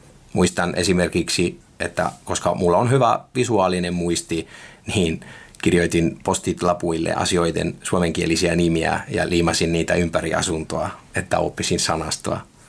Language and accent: Finnish; Arezzo, Tuscany, Italy; first language Italian; Finnish is a second language; moved away as an adult; now in Rovaniemi, Finland; kotikaupunkini Arezzon joukkueen seuraamiseen.